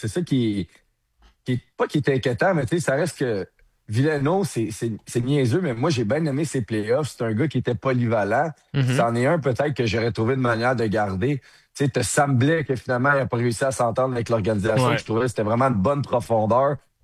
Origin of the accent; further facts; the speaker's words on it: Quebec, Canada; les gens veulent s'accrocher en tant que Québécois parce qu'ils sentent qu'ils font partie de la famille. Tu sais, on n'est pas beaucoup au Québec.